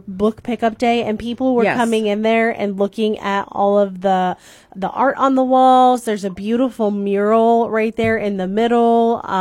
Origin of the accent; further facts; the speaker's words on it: New Philadelphia, Ohio, United States; And it could also be because I grew up in New Philadelphia.